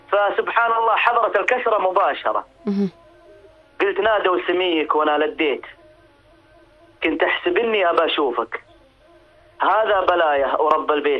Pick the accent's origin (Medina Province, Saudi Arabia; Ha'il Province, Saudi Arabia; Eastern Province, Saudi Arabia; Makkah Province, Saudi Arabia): Medina Province, Saudi Arabia; Medina; عندنا في المدينة المنورة